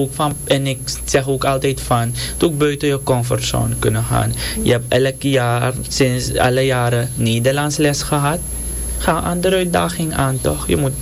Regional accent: Suriname; En wij Surinamers hebben niet echt een vaste accent.

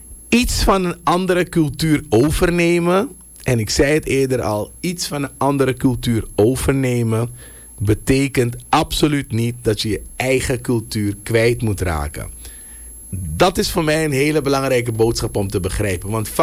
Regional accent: Suriname; daar kunnen wij als Surinamers iets van leren.

